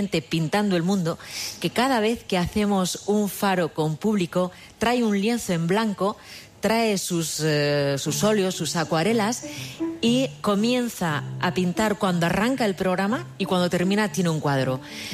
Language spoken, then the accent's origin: Spanish; Madrid, Community of Madrid, Spain; born there; Casi nadie, incluso los que somos nacidos de Madrid